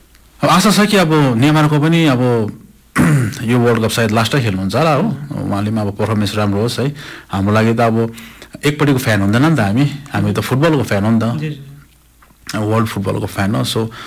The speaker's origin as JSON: {"language": "Nepali", "town": "Kurseong", "region": "West Bengal", "country": "India", "said": "हाम्रो खरसाङको लागि दार्जिलिङमा मात्रै होइन हाम्रो जातिको लागि"}